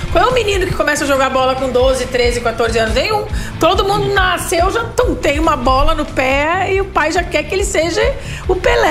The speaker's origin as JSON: {"language": "Portuguese", "region": "Rio Grande do Sul", "country": "Brazil", "said": "eu sou gaúcha"}